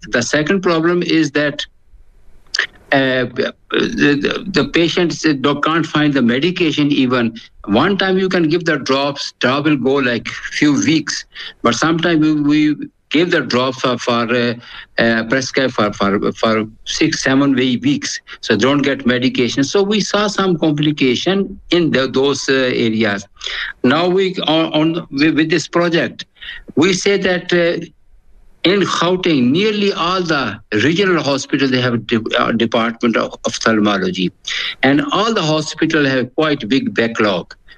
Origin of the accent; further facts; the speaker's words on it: Pakistan; the decades, because I'm from Pakistan.